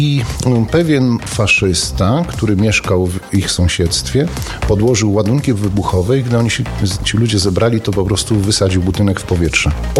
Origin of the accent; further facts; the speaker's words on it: Szczecinek, West Pomeranian Voivodeship, Poland; also born or lived in Wrocław / Góry Stołowe; No jestem takim typowym pomorskim kundlem, więc urodziłem się we Wrocławiu, wychowywałem się w Szczecinku, później wyjechałem z rodzicami w Góry Stołowe.